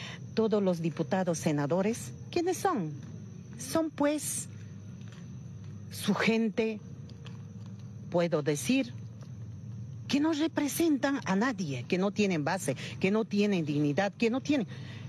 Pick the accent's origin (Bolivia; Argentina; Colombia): Bolivia